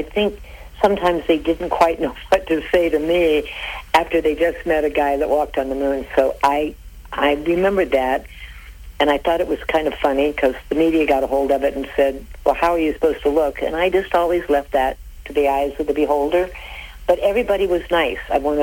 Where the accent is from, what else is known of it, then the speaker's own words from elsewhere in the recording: Medina, Ohio, United States; moved away as an adult; also born or lived in Alliance, Ohio / Palm Beach, Florida; now in Tallahassee, United States; I'm from a small town in Ohio. I grew up in Medina. I was raised in Alliance and born in Alliance and spent some time there, but really raised in Medina, went to high school there, and love being from a small town. I now live in Tallahassee, Florida, via Palm Beach, Florida.